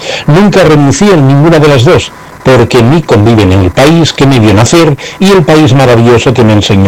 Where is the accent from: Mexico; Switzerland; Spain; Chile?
Switzerland; Aarau, Aargau; Nací en Aarau, en el cantón de Argovia, Suiza. Soy hijo de aquellos miles de españoles que tuvieron que buscar futuro lejos de su tierra, llevando en la maleta más esperanza que certezas. Crecí entre dos mundos